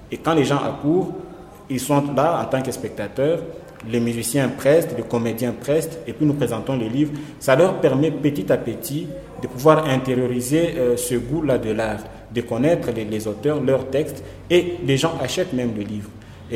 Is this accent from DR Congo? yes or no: yes; Kolwezi, Lualaba, DR Congo; moved away as an adult; also born or lived in Lubumbashi; je suis né à Kolwezi, j'ai grandi à Kolwezi. Et puis, en 2014, j'ai quitté Kolwezi, la laissant au statut de ville. Et je suis venu à Lubumbashi étudier.